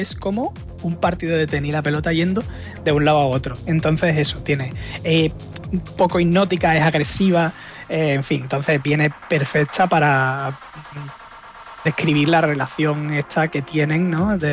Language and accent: Spanish; Andalusia, Spain; porque somos andaluces, lo siento, decimos raves.